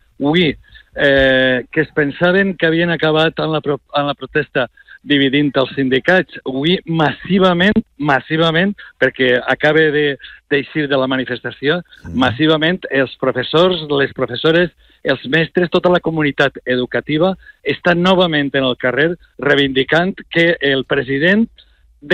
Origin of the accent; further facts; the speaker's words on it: Valencian Community, Spain; jo soc valencià